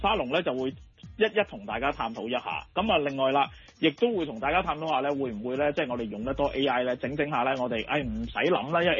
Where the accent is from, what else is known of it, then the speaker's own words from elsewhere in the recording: Hong Kong; 我哋港人北上消费